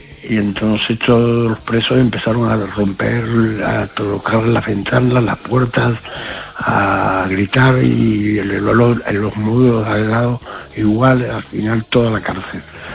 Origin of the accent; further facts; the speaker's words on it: Spain; bueno, llegué aquí, soy español, pero resulta de que la situación por a finales de los años 80